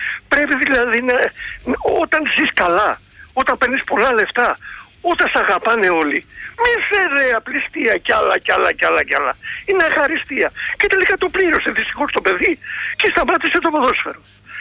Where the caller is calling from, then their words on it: Attica, Greece; από τα Βόρεια Προάστια.